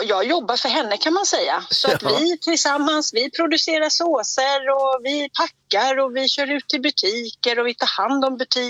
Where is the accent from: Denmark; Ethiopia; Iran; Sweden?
Sweden; Täby, Stockholm County; Jag kommer från Täby men nu är jag på väg ut mot Norrtälje och levererar lite såser.